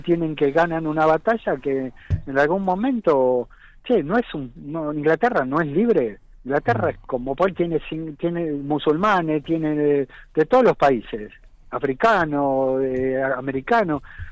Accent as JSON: {"language": "Spanish", "country": "Argentina", "said": "cuando nosotros como argentinos"}